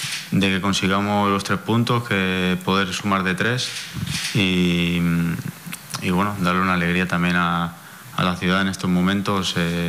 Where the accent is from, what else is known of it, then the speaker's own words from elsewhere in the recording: Barcelona, Catalonia, Spain; now in Ceuta, Spain; Y yo, aunque no sea de aquí, soy español y lo siento igual como si fuera un ciudadano de la ciudad de Ceuta.